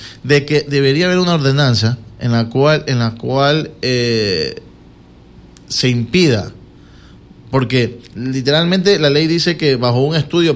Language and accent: Spanish; Quevedo, Los Ríos, Ecuador; también somos de Quevedo